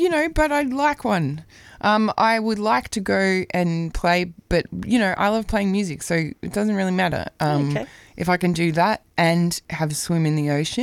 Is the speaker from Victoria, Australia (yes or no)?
yes; Melbourne, Victoria, Australia; It's my hometown